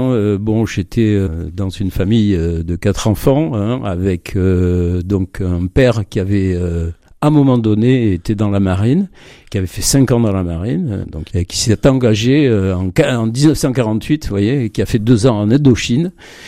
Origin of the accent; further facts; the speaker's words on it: Saint-Paul-lès-Dax, Nouvelle-Aquitaine, France; accent: southwest; moved away as an adult; now in Marne, France; je suis originaire des Landes.